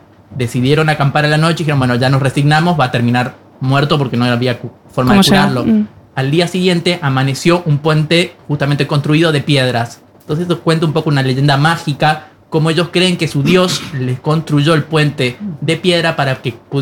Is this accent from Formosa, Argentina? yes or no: no; Uspallata, Mendoza, Argentina; yo soy de Uspallata